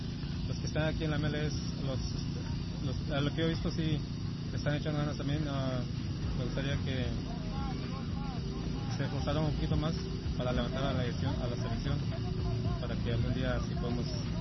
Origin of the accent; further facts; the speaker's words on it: Guatemala; now in Houston, United States; Soy de Guatemala.